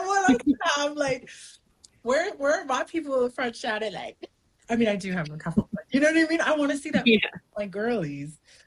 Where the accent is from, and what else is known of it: New Zealand